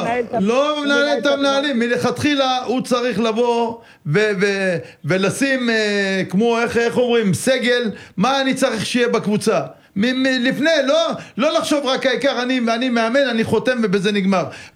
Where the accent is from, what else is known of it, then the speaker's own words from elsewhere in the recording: Netanya, Central District, Israel; אנחנו גדלנו במכה בנתניה, גם אני, גם אתה